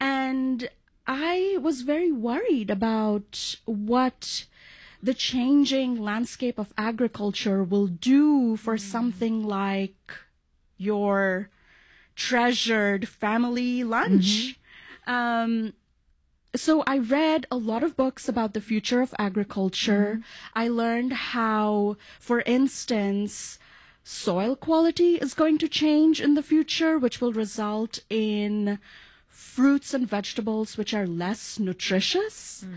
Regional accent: India; You know, growing up in India, class difference was so apparent to me

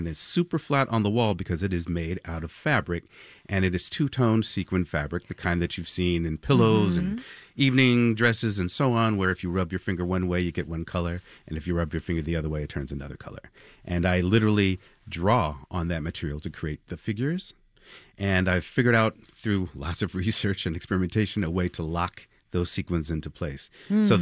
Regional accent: Los Angeles, California, United States; And even before that, as a teenager growing up in Los Angeles, I was a graffiti artist.

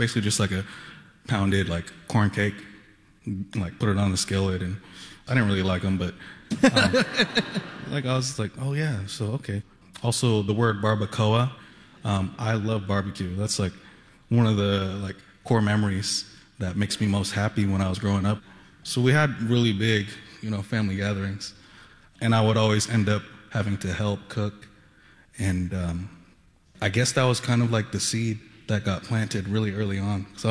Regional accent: Renton, Washington, United States; It's funny, it's like I grew up in Renton, And high school over there, renting Indians, it's like, you know.

